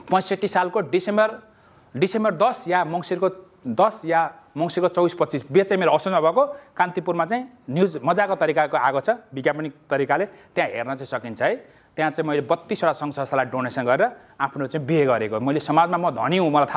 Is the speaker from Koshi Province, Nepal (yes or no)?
yes; Damak, Koshi Province, Nepal; म त हिन्दू हुन्छ चर्चलाई पनि डोनेसन दिएको ज्योति चर्च भन्ने थियो हाम्रो दमकमा मुस्लिमको मस्जिद पनि थियो मेरो घर छेउमै पर्छ